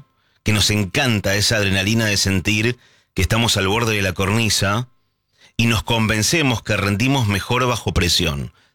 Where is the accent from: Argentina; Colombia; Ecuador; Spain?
Argentina; nosotros como argentinos